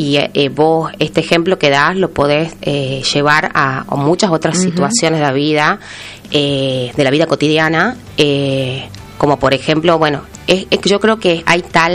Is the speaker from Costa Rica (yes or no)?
no; Tucumán, Argentina